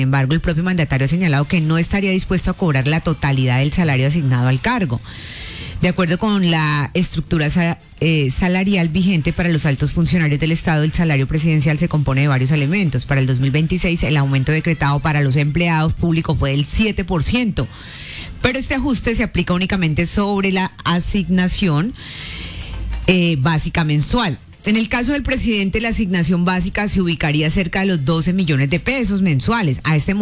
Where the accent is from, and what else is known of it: Restrepo, Colombia; born there